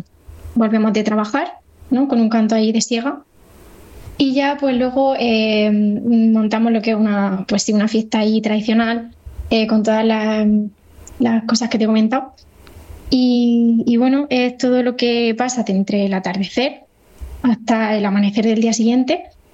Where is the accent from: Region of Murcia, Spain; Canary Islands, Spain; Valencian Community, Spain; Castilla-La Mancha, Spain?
Region of Murcia, Spain; Caravaca de la Cruz; Yo soy de Caravaca de la Cruz, o sea que somos zona más o menos cercana en cuanto a folclore.